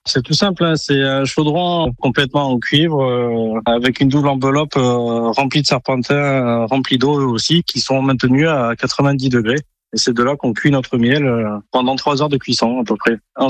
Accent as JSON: {"language": "French", "town": "Montélimar", "region": "Auvergne-Rhône-Alpes", "country": "France", "tie": "born there", "said": "Je suis né à Montélimar comme ma grand-mère et ma maman"}